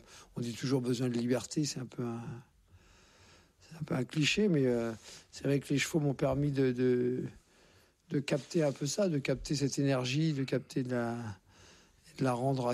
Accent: Courbevoie, Île-de-France, France; born there

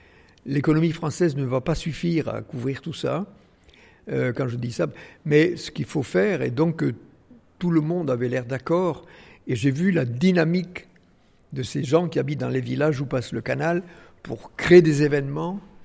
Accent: Vielmur-sur-Agout, Occitanie, France; born there; moi je suis né dans Vielmur, dans le Tarn, petit village, à la campagne. On n'avait même pas l'eau courante, vous voyez, dans la maison.

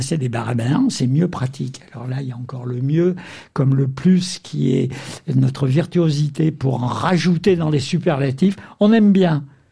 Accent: Saint-Étienne, Auvergne-Rhône-Alpes, France; accent: Stéphanois

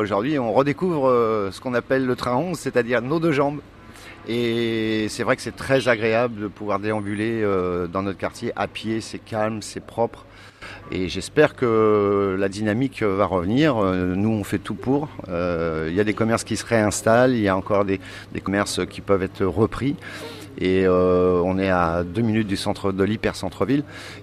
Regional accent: Rouen, Normandy, France; also born or lived in Noirmoutier; comme je suis natif de Rouen, j'ai choisi la Normandie.

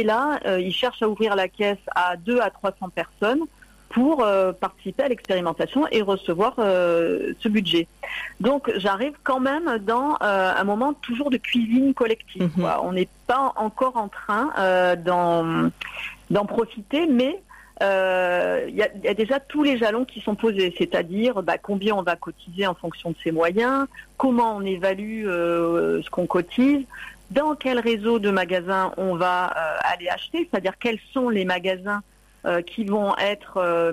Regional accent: Marseille, Provence-Alpes-Côte d'Azur, France; puisque moi je viens de Marseille et donc on vient sur des très courtes périodes

